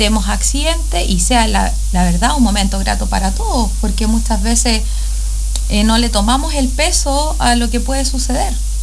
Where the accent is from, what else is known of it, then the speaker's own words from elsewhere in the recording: Curicó, Maule, Chile; moved away as an adult; also born or lived in Santiago; now in Coyhaique, Chile; Llegué hace muy poquito a la zona. Llegué en el mes de enero. Así que estamos acostumbrándonos a la Patagonia. Soy oriunda de Curicó. Así que ahí estuve 5 años trabajando por mi institución y me vine a trabajar a Coyhai.